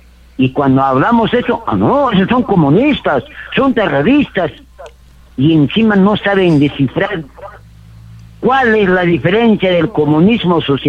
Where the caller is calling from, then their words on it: Peru; los peruanos somos unos tontos inútiles